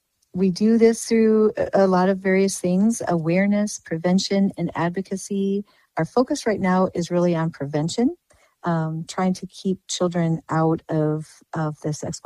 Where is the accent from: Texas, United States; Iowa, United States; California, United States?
Iowa, United States; thank God I'm from Iowa. Thank God I'm from a small town.